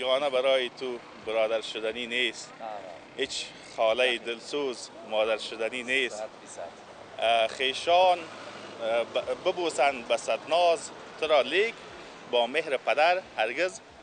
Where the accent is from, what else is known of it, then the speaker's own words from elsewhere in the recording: Baghlan, Afghanistan; ما از بغلان هستیم